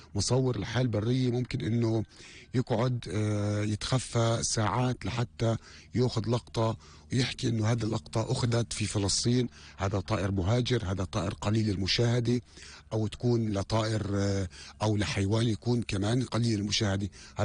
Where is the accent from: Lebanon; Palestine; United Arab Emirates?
Palestine; عندنا في فلسطين